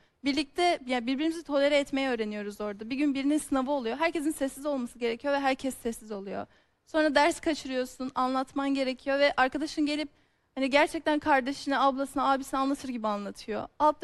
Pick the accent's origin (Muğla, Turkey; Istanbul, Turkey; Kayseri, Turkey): Kayseri, Turkey; Kayseriliyiz. Her tatilde de geri dönüyoruz.